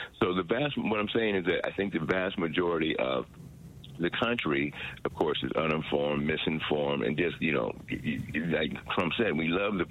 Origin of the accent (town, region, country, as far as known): California, United States